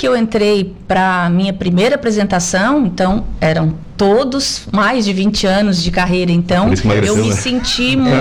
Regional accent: Sombrio, Santa Catarina, Brazil; also born or lived in Araranguá / Ermo; eu sou natural de Araranguá, nasci aqui, né, não morei aqui, minha família é do Ermo. É, Morro dos Soares, ali, uhum, naquela região. Mas cedo também a gente foi embora para Sombrio, então eu sou basicamente dali, né?

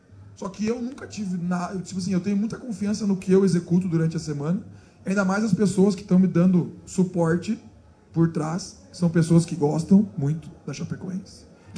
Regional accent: Rio Grande do Sul, Brazil; now in Goiânia, Brazil; Eu fico em Chapecó. Eu não vou para Goiânia, eu não vou para o Rio Grande do Sul, de onde eu sou.

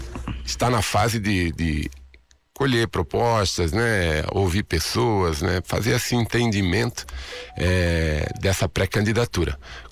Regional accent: Florianópolis, Santa Catarina, Brazil; sou natural de Florianópolis, né? Atuo em Joinville

